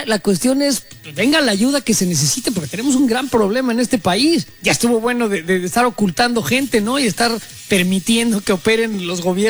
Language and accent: Spanish; Mexico; Pero yo prefiero, como mexicano, la verdad, que se haga algo en contra de los narcotraficantes